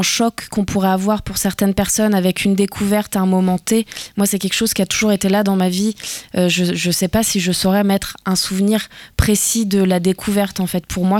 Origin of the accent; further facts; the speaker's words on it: Île-de-France, France; also born or lived in Saint-Malo area; j'ai grandi en région parisienne, mais je suis originaire de la région de Saint-Malo